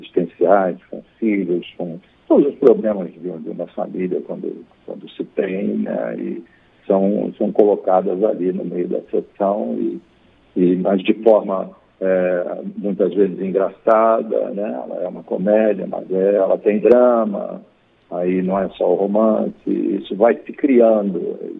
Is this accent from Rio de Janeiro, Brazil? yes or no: yes; Mesquita, Rio de Janeiro, Brazil; Sou de Mesquita, Nova Iguaçu, na época que Mesquita ainda era um distrito de Nova Iguaçu.